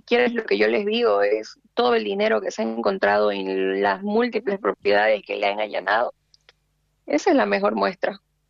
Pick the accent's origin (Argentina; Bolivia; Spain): Bolivia